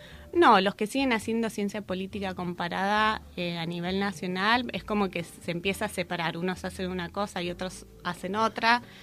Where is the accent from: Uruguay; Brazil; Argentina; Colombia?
Argentina; Bariloche, Río Negro; moved away as an adult; also born or lived in Boston / Buenos Aires; now in North Carolina, United States; Yo soy de Bariloche, viví ahí hasta los 18 años, después me fui unos 9 meses a vivir a Boston con amigos antes de empezar la facu.